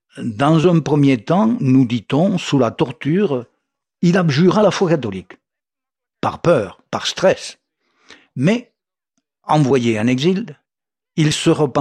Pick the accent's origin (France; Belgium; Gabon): France; Nous avons chez nous, en France, un prêtre victime de la persécution durant la Terreur